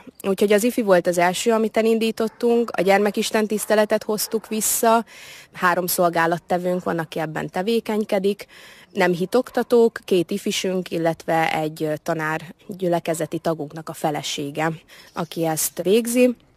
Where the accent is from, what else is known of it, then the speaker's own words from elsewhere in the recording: Szabolcs-Szatmár-Bereg, Hungary; moved away as an adult; now in Borsod-Abaúj-Zemplén, Hungary; én szabolcsi gyerek vagyok, tehát Borsodba jönni nekem érdekes volt